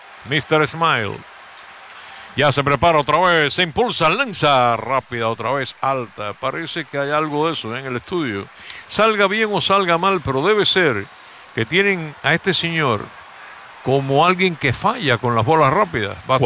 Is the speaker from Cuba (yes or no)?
yes; Cuba; moved away; porque nos ha pasado a todos los que salimos de Cuba.